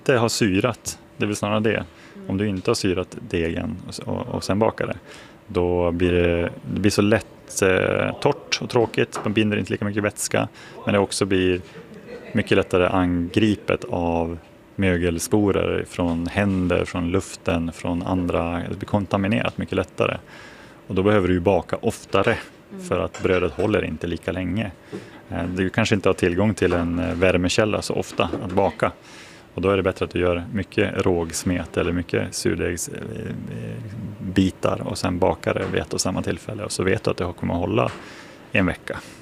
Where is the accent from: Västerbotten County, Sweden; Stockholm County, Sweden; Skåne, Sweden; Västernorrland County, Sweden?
Västerbotten County, Sweden; Umeå; moved away; Jag kommer från Umeå uppe i norr.